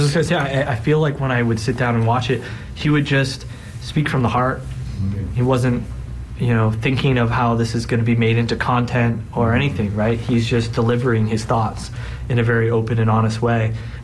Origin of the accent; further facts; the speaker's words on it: Toronto, Ontario, Canada; not only is it my hometown